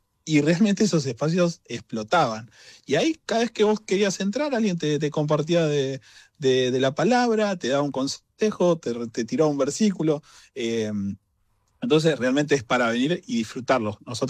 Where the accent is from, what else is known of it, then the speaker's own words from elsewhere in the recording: Azul, Buenos Aires Province, Argentina; born there; now in Buenos Aires, Argentina; yo nací en Azul, soy del interior también